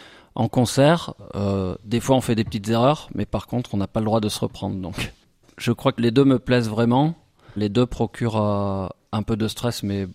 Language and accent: French; Le Puy-en-Velay, Auvergne-Rhône-Alpes, France; J'ai grandi au Puy.